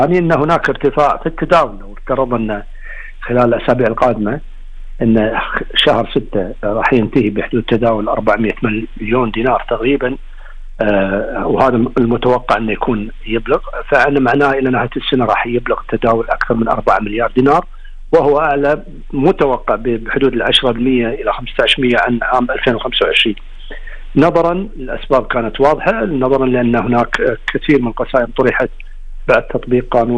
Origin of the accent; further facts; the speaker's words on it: Kuwait; إحنا مشكلة عندنا في الكويت